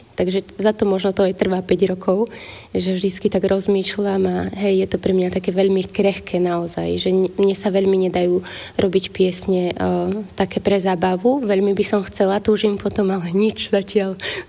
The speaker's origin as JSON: {"language": "Slovak", "town": "Banská Bystrica", "region": "Banská Bystrica Region", "country": "Slovakia", "also_born_or_lived": "Prague", "moved": "yes", "lives_now": "Banská Štiavnica, Slovakia", "said": "A teraz som skončila, alebo začala na strednom Slovensku, veľmi blízko toho, kde som sa narodila, v Banskej Štiavnici, no ja som z Banskej Bystrice, hrdá Bystričanka"}